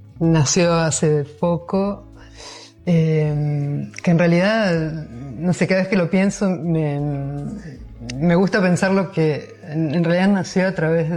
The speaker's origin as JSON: {"language": "Spanish", "town": "Rosario", "region": "Santa Fe", "country": "Argentina", "moved": "yes", "lives_now": "Venice, Italy", "said": "yo también soy de Rosario, así que el río Paraná lo tengo muy adentro."}